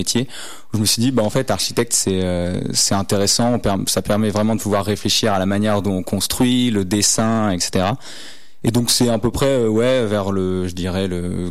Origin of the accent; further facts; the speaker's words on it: Maubeuge, Hauts-de-France, France; Donc moi, je viens du nord de la France. Je suis né à Maubeuge, dans une petite ville du nord de la France.